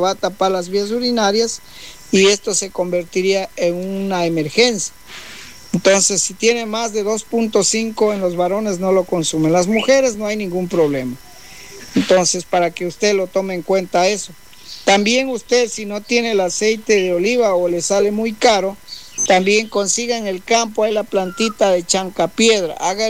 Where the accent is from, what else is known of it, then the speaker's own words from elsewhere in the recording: Shushufindi, Sucumbíos, Ecuador; soy de Chuchufindi, en el sector de General Farfán, una parroquia que ya esto es frontera con Colombia.